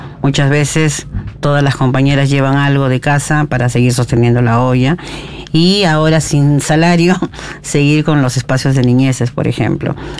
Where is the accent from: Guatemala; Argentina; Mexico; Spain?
Argentina; La Plata, Buenos Aires Province; Yo soy de La Plata